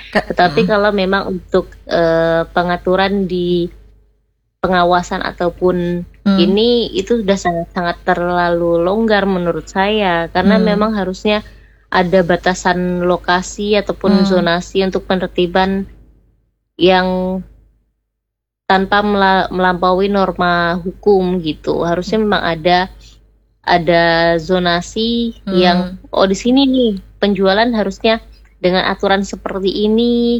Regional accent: Manokwari, West Papua, Indonesia; moved away; saya orang Manokwari ya kayak kemarin balik ke Manokwari

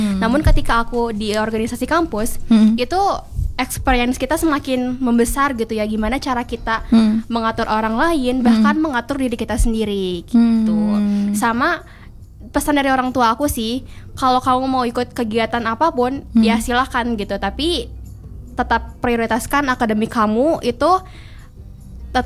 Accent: West Nusa Tenggara, Indonesia; now in Bandung, Indonesia; Aku asalnya NTB.

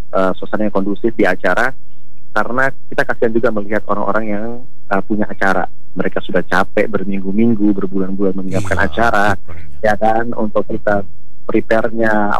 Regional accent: Belu, East Nusa Tenggara, Indonesia; kita orang Belu

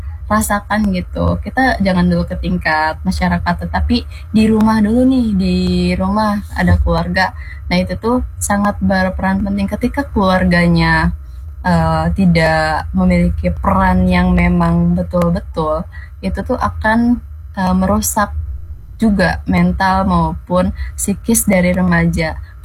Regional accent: Pandeglang, Banten, Indonesia; aku dari remaja yang ada di Pandeglang yang memang akses untuk kesana kesininya susah

